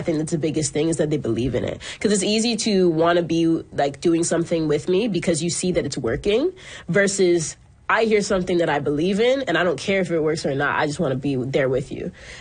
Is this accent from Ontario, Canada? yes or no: yes; Toronto, Ontario, Canada; And since then, every time I walk outside, people know that I'm from Toronto.